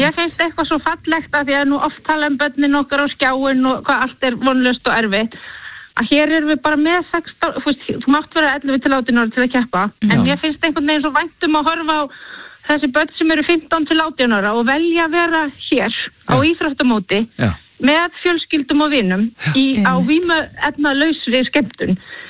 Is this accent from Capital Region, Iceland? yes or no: yes; Kópavogur, Capital Region, Iceland; Ég er nú bara aln upp í íþróttarhreyfingunni í Kópavogi í fimleikahreyfingunni hjá Gesplu